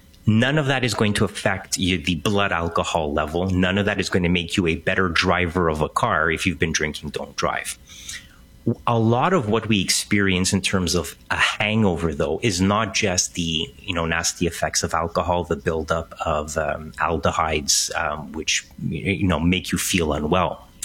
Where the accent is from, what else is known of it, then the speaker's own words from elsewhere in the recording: Canada; born there; I tend to go to Greece in the summer, because that's where my family is from originally. I was born here in Canada